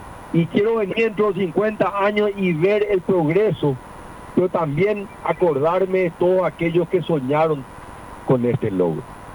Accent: Paraguay; vengo emocionado como un paraguayo

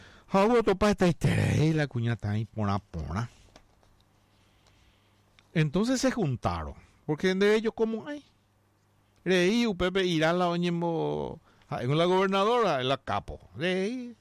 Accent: Paraguay; ¿Desde cuándo es lo que yo soy paraguayo?

